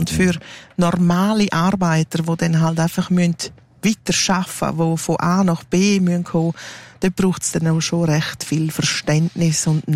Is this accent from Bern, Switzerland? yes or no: no; Graubünden, Switzerland; Ja, wir sind Bündner, ja.